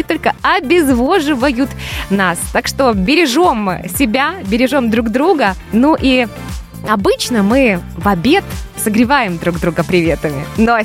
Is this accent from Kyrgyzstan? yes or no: no; Belarus; мы же белорусы